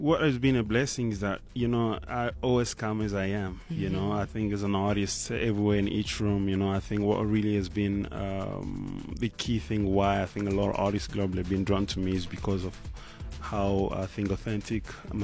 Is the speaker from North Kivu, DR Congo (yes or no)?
yes; Goma, North Kivu, DR Congo; moved away; I'm named after my hometown, Goma.